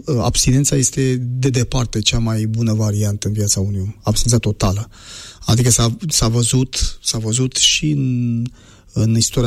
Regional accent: Romania; eu sunt creștin adventist român, nu sunt român creștin adventist.

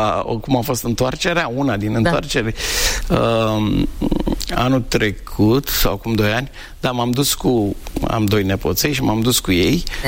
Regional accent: Bucharest, Romania; born there; Doar m-am născut, pentru că la 2 ani deja eram în București. Păstrez o amintire deosebită și mă reîntorc cu plăcere, chiar dacă nu am copilărit acolo. Apoi am trăit în București marea majoritate

